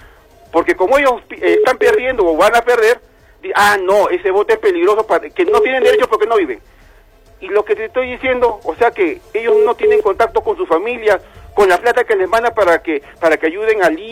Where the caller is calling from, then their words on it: Peru; No solamente le estás quitando el derecho como peruano.